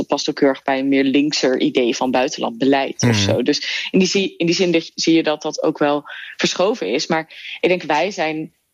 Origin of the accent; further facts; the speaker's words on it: Netherlands; now in Belgium; Ik ben opgegroeid in Nederland en dus dan is dat wel gemakkelijk of zo.